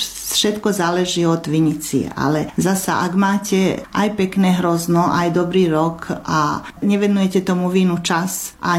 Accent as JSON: {"language": "Slovak", "town": "Ilok", "region": "Vukovar-Srijem County", "country": "Croatia", "also_born_or_lived": "Nitra, Slovakia", "said": "lebo predsa sme my tu už dlho rokov v Iloku. Ako máme pôvod zo Slovenska"}